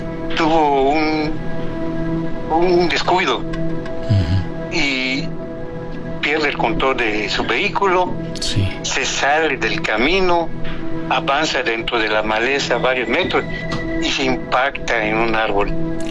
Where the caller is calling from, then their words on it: Comchán, Yucatán, Mexico; de Comchán, Yucatán.